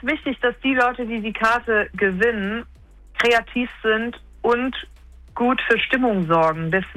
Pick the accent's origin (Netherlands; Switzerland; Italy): Switzerland; moved away as an adult; now in Germany; Als Schweizerin bin ich nach Deutschland gezogen, im ersten Jahr, wo ich Geld verdient habe.